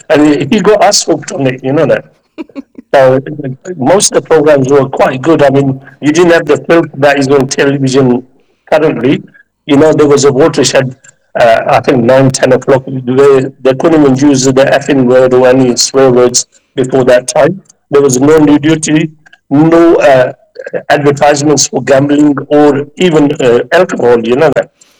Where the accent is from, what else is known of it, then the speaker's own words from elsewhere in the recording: Luton, East of England, United Kingdom; also born or lived in Mirpur, Azad Kashmir, Pakistan; all our schooling was done in the UK, in Luton.